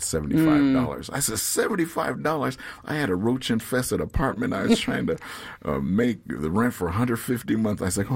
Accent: Denver, Colorado, United States; born there; I was born right here in the Points.

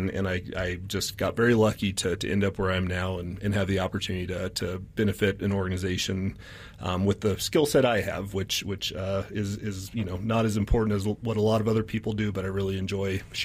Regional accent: New Mexico, United States; moved away; I grew up in New Mexico, loved the zoo there.

